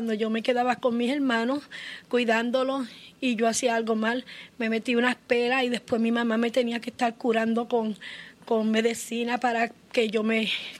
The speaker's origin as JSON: {"language": "Spanish", "town": "Arroyo", "country": "Puerto Rico", "tie": "born or raised there", "moved": "yes", "said": "yo vengo de Puerto Rico, somos una familia de 10 hermanos."}